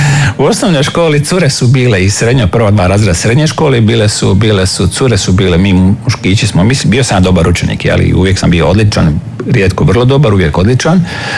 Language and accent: Croatian; Svinišće, Split-Dalmatia County, Croatia; Rođen sam u Splitu, pa spodne ili u Svinišće.